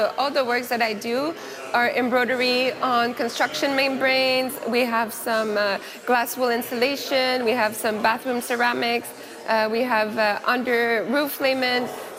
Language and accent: English; Aylmer, Quebec, Canada; born or raised there